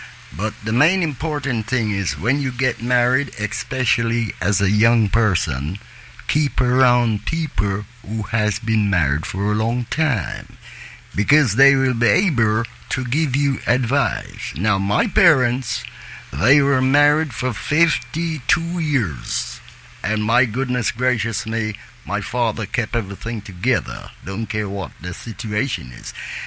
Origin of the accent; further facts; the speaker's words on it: Jamaica; when I was a small child growing up in Jamaica